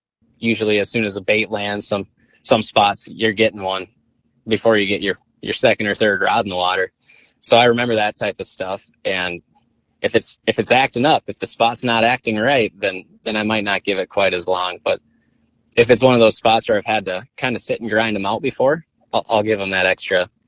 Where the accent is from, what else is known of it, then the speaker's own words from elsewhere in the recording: Moorhead, Minnesota, United States; I grew up in Moorhead